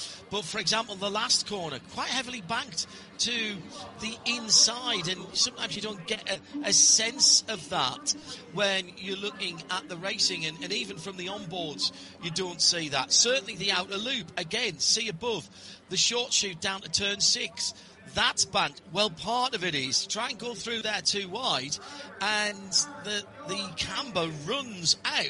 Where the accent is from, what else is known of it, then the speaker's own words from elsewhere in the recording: Sunderland, North East England, United Kingdom; big connection with my hometown of Sunderla